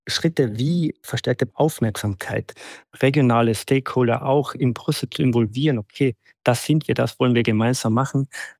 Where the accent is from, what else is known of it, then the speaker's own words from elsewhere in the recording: Austria; als gebürtigen Österreicher